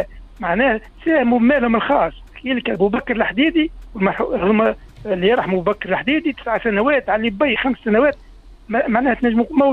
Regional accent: El Haouaria, Nabeul Governorate, Tunisia; moved away; قال لي انت منين قلت له من الهواري

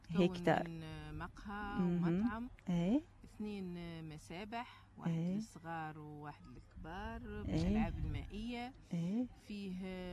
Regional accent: El Guettar, Gafsa Governorate, Tunisia; بنت الكتار.

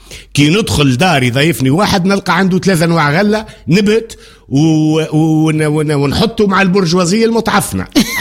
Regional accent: Tunisia; واحنا التوانسة كلنا،

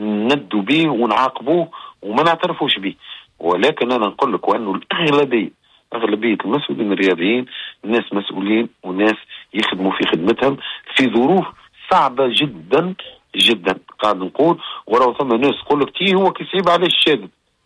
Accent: Tunisia; او كي تقول انا تونسي يقولوا لك محمد مزالي.

